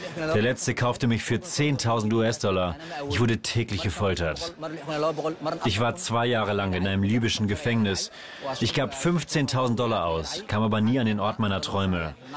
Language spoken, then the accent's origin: German; Noakhali, Chittagong Division, Bangladesh; moved away as an adult; Ich komme aus Bangladesch, aus der Stadt Noakhali.